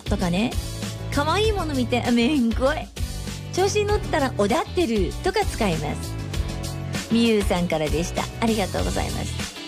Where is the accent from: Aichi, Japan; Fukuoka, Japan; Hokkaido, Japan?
Hokkaido, Japan; accent: Hokkaido dialect; 私今日めちゃくちゃ北海道弁使ってることに気づいてたよ